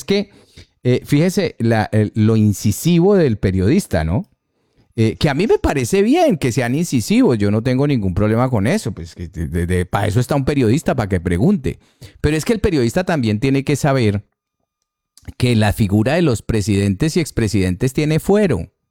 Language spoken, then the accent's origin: Spanish; Argentina; ¿Cuándo se vio como en Argentina, por ejemplo, que amenazábamos no pagar la deuda externa porque el país estaba quebrado?